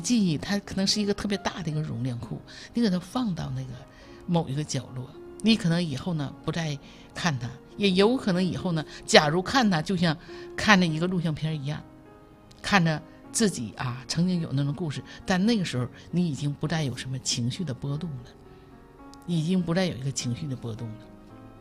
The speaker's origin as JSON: {"language": "Chinese", "town": "Jinzhou", "region": "Liaoning", "country": "China", "said": "我们东北人叫割了瓣啊，锦州人啊"}